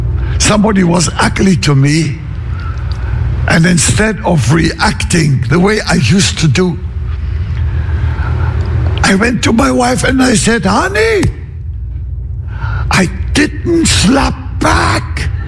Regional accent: eastern Germany, Germany; now in United States

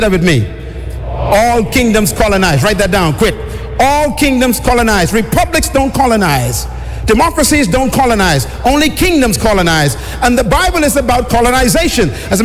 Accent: Nassau, New Providence, Bahamas; when I was born in 1954 in the island of Nassau, New Providence, I was born under a king and a queen.

